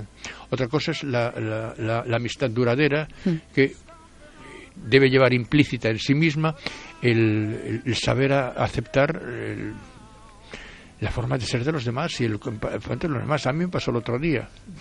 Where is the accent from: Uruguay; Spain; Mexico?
Spain; Porque soy español.